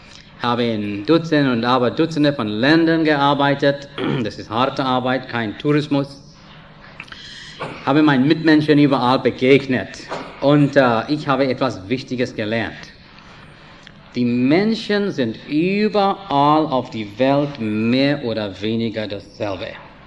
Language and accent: German; India; German is a second language; now in Switzerland; ich bin Inder. Ich habe eine ganz andere Art von Sprechen. Andere Art von Leben, mehr oder weniger. Aber ich bin doch froh, Inder zu